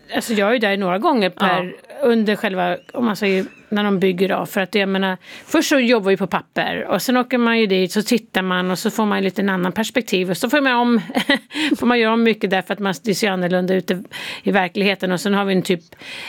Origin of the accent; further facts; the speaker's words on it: Sweden; now in United States; Ja, jag är fortfarande svensk medborgare. Det måste jag tala om. Barnen är ju svensk medborgare också, så jag försöker hålla den kontakten.